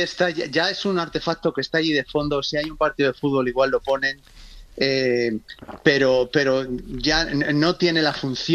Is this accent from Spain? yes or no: yes; Spain; somos españoles, somos latinos, o sea, nosotros montamos un club al lado de un televisor.